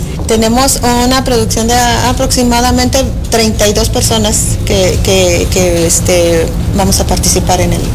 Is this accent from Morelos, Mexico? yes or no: no; Rioverde, San Luis Potosí, Mexico; como yo soy de Río Verde, quise darle realce en mi proyecto a mi ciudad.